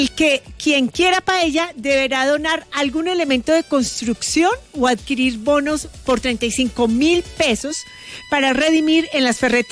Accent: Filandia, Quindío, Colombia; Porque en Finlandia, Quindío, mi tierra, hoy hay paellatón.

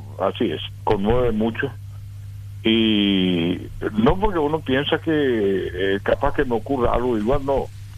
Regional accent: Ypacaraí, Central, Paraguay; me estoy yendo a Ciudad del Este, de mi ciudad natal, es Ipacaraí

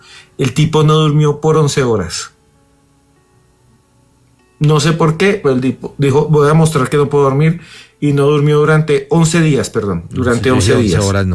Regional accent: Charalá, Santander, Colombia; Yo una vez en Charalá, Santander, pueblo de donde soy originaria, mi familia, en unas ferias

